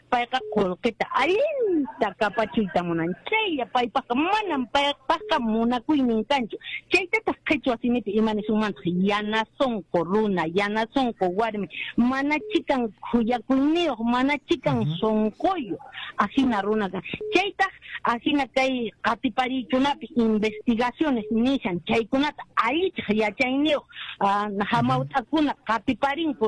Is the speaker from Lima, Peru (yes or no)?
no; Puno, Peru